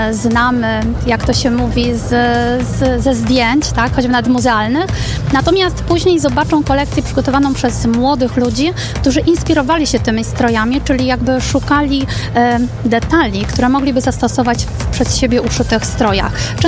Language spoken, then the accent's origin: Polish; Silesian Voivodeship, Poland; my jako Ślązacy możemy inspirować innych, pokazywać nasz Śląsk właśnie poprzez detale, poprzez architekturę